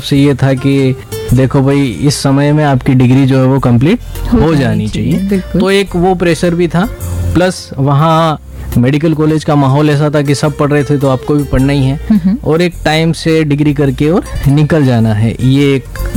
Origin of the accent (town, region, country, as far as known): Rajasthan, India; born there; also born or lived in Udaipur, Rajasthan